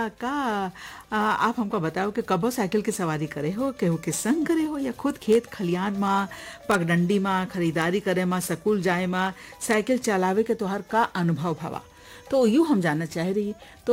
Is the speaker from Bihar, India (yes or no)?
no; Barabanki, Uttar Pradesh, India; कटरा बारामंकी का रहने वाला हूँ